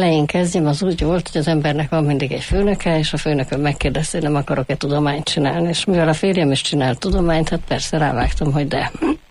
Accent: Budapest, Hungary; A Gellért-hegyen laktunk kiskoromban, úgyhogy ott kezdtem a Köbölk utcai általános iskolában. Aztán Pestre költöztünk, és a Szemere utcai általános iskolában folytattam.

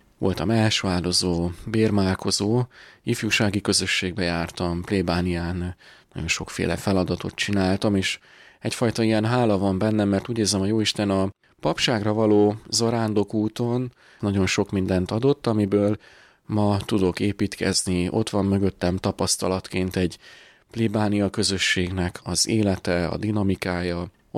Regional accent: Dunakeszi, Pest, Hungary; Egy katolikus családban születtem, Dunakesziről származom, hárman vagyunk testvérek

